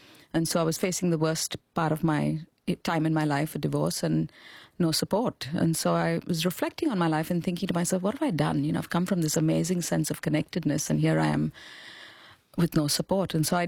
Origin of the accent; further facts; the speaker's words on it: Mumbai, Maharashtra, India; I grew up in India in a really strong connected neighborhood on the outskirts of Mumbai in a little suburb called Chembur, where literally 3-4 generations of families lived together.